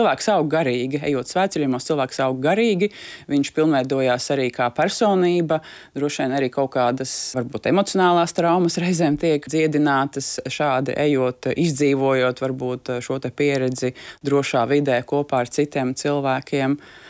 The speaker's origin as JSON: {"language": "Latvian", "region": "Riga", "country": "Latvia", "said": "ko mēs arī kā rīdzinieki reizēm ļoti novērtējam"}